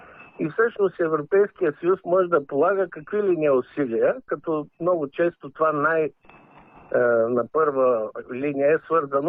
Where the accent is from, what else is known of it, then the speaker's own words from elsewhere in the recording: Ruse, Ruse Province, Bulgaria; Все пак аз съм русенец, съм израсъл на Дунава.